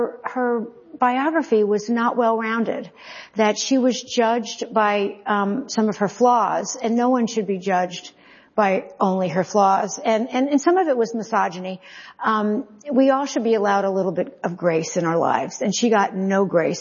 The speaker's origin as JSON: {"language": "English", "town": "Brooklyn", "region": "New York", "country": "United States", "tie": "born there", "said": "I was born in Brooklyn Jewish Hospital. Don't ask me why, but that's where I was born."}